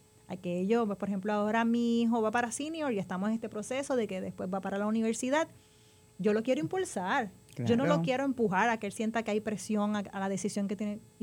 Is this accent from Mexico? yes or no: no; Salinas, Puerto Rico; moved away as an adult; yo termino de vivir en el área metro, yo soy de Salinas, de vivir en el área metro, estudiando, haciendo la maestría y trabajando, tengo que regresar